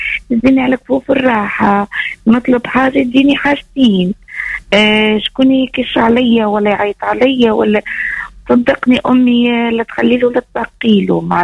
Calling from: Monastir, Monastir Governorate, Tunisia; من المسيرة

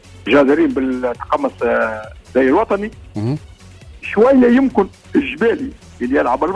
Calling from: Zaghouan, Zaghouan Governorate, Tunisia; من زغوان.

